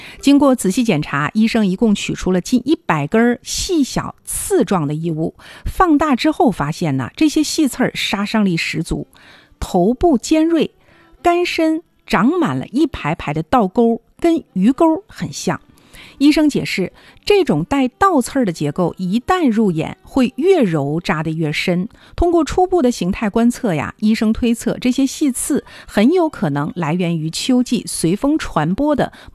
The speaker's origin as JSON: {"language": "Chinese", "town": "Harbin", "region": "Heilongjiang", "country": "China", "said": "我们哈尔滨人"}